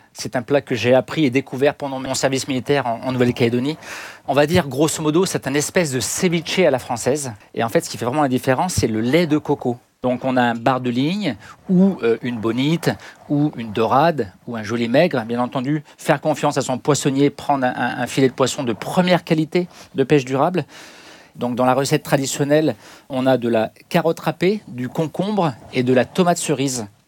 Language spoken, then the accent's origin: French; Auvergne-Rhône-Alpes, France; Je suis originaire d'Auvergne